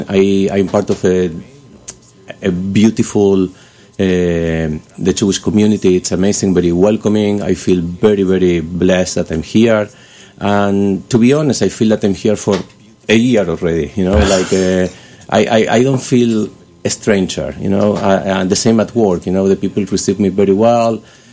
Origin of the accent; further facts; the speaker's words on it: Buenos Aires, Argentina; moved away; Buenos Aires, Argentina.